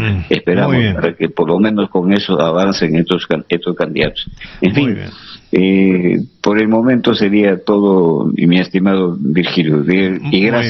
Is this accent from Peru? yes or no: yes; Peru; la sociedad consumista, como somos nosotros los peruanos.